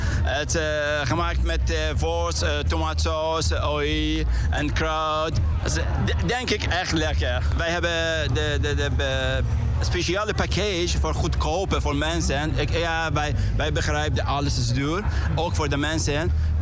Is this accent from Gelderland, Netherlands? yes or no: yes; Nijmegen, Gelderland, Netherlands; 40 jaar oud. Ik kom uit Nijmegen.